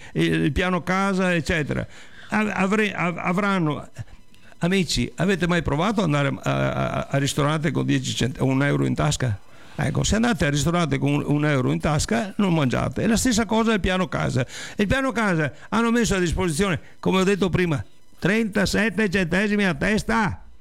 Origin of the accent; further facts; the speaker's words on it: Veneto, Italy; io non voglio lasciare il mio paese, il mio Veneto